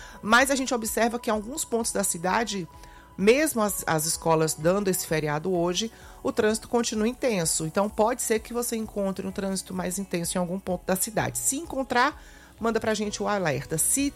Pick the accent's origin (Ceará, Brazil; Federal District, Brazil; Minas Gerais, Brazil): Ceará, Brazil; Sobral; Então, sou de Sobral, trabalho aqui em Fortaleza, de voo do Eusébio para Fortaleza pela BR-116